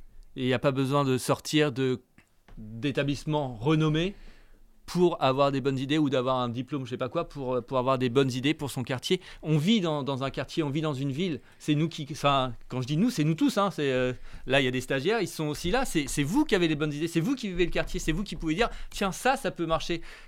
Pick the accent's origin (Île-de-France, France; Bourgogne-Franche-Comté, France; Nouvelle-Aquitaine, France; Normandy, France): Normandy, France; Rouen; moi, je suis né à la Grand Mare, enfin au Châtelet même, et je suis venu à la Grand Mare après.